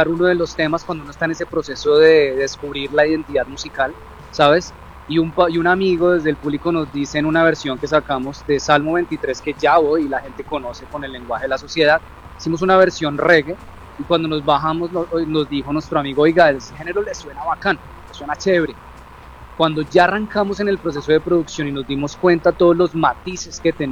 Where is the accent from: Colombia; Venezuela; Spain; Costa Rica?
Colombia; Bogotá; nosotros venimos de Bogotá, es una ciudad a 2.600 metros sobre el nivel del mar, rodeada de unas montañas en donde lo que se produce es papa y plátano